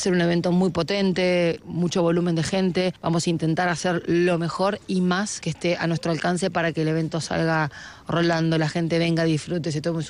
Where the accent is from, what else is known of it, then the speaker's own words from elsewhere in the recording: Argentina; moved away as an adult; now in Spain; somos argentinos emigrando, volviendo un poco a la tierra de nuestros abuelos, un poco no del todo